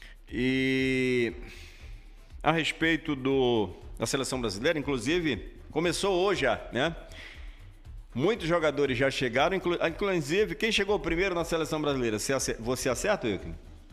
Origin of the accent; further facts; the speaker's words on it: Brazil; Somos brasileiros.